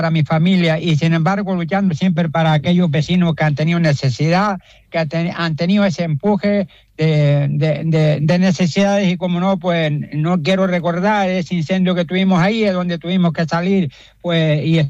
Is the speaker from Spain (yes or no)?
yes; Gáldar, Canary Islands, Spain; luchar por mi pueblo, no solo de Caideros, sino de Galda